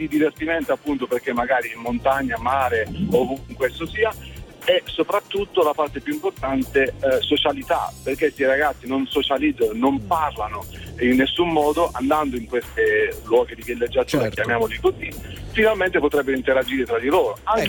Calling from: Polignano a Mare, Apulia, Italy; chiamo dalla Puglia, sto guidando, sto rientrando dopo un weekend del Salento, ritorno verso Polignano

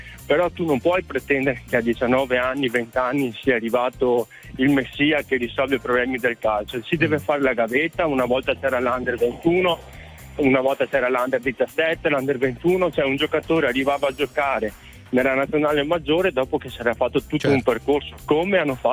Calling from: Veneto, Italy; Dalla provincia di Treviso.

